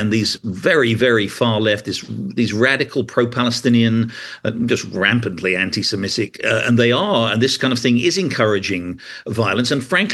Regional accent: England, United Kingdom; now in United States; I grew up in England and I've lived most of my life in America.

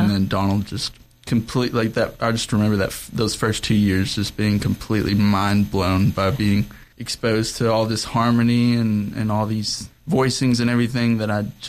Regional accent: Morristown, Tennessee, United States; also born or lived in Hamburg, Michigan; now in Knoxville, United States; I was born in Hamburg, Michigan. Okay. Lived there for the first 3 or so years of my life, and then moved down to Tennessee in Morristown. And yeah, lived there until I came to college, and then I've been in Knoxville ever since then.

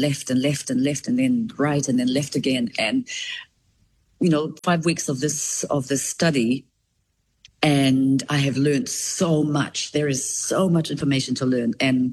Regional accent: Rotuma, Fiji; also born or lived in New Zealand; because if you read my bio, I was born in Aotearoa, New Zealand. I was taken back to Rotuma and I had my first birthday there and my 13th birthday there. So those first formative years of my childhood was being brought up in Rotuma

